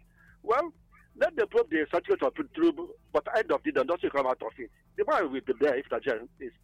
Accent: Obunka, Anambra, Nigeria; from Obunka, Anambra State.

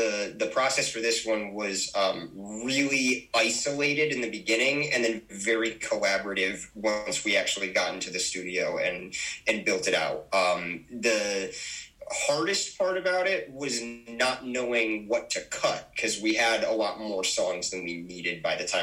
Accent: Naugatuck, Connecticut, United States; We're from Naugatuck, Connecticut, which is, if you're not aware, a tiny little borough that's attached to Waterbury over in New Haven County.

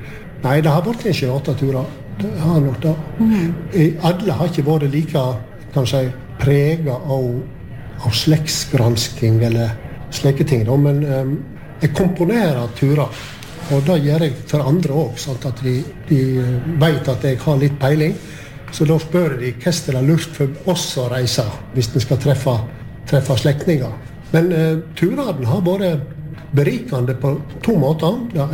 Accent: Gaupne, Vestland, Norway; så sa jeg at jeg kommer jo ifra Gaupne.

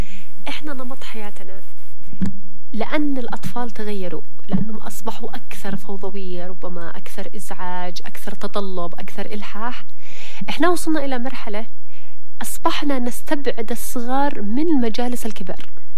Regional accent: Yemen; إحنا كمجتمع يمني

